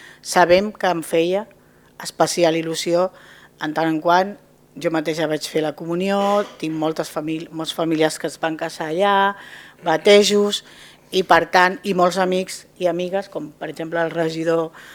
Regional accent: Argentona, Catalonia, Spain; first language Spanish; Catalan is a second language; moved away as an adult; now in Mataró, Spain; Sóc argentonina, de barri, y como se dice en castellano, mi lengua materna, a mucha honra. Malauradament, per un problema personal, vaig haver d'anar a viure a Mataró.

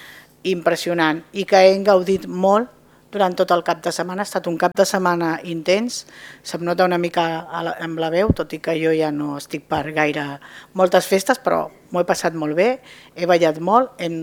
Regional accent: Argentona, Catalonia, Spain; first language Spanish; Catalan is a second language; moved away as an adult; now in Mataró, Spain; Sóc argentonina, de barri, y como se dice en castellano, mi lengua materna, a mucha honra. Malauradament, per un problema personal, vaig haver d'anar a viure a Mataró.

